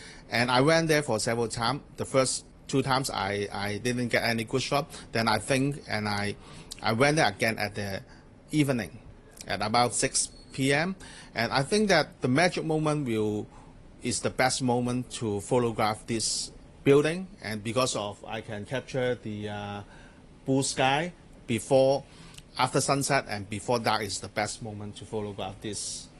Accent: Kwun Tong, Kowloon, Hong Kong; English is a second language; So I am 43 years old now. So I was born in Hong Kong. But after graduating from the secondary school, I went to Australia to study for almost a year.

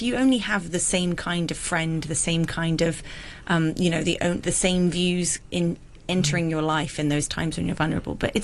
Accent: Hong Kong; born there; when we were younger growing up in Hong Kong

